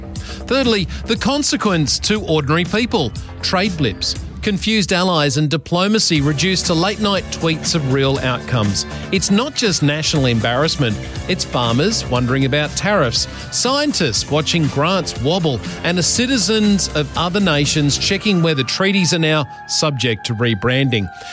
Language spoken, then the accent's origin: English; Australia; As an Australian